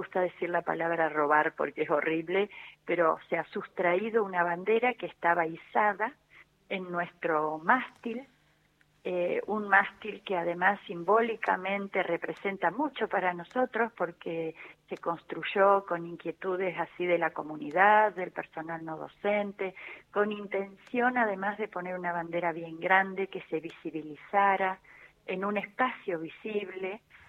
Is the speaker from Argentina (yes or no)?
yes; Argentina; si queremos festejar que somos argentinos